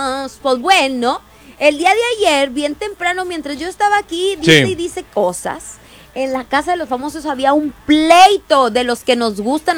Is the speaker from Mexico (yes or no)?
yes; Mexico; Y a fuerza nosotros como mexicanos te decimos más cosas porque sabemos que te molesta.